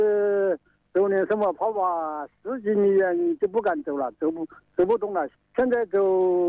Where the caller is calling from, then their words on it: Gong'an, Hubei, China; 我是公安县孟家溪镇。 活家湖渔场。